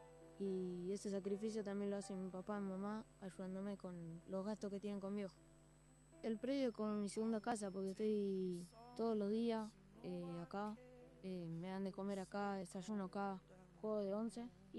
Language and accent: Spanish; Buenos Aires, Argentina; born there; Nací acá en Buenos Aires.